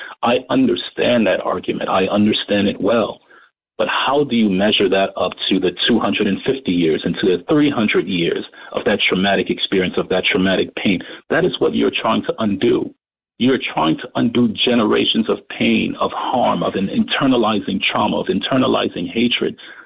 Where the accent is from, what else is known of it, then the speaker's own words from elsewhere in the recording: New York City, New York, United States; I grew up in Crown Heights, Brooklyn, but I went to high school in Bed-Stuy, Brooklyn.